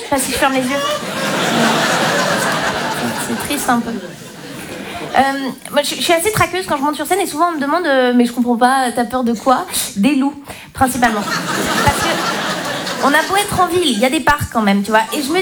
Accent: Switzerland; Moi je suis Suisse.

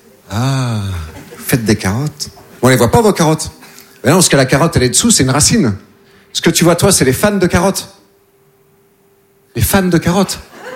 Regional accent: Nouvelle-Aquitaine, France

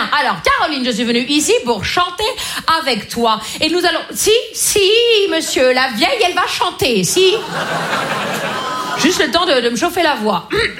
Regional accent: Grand Est, France; accent: Vosgien

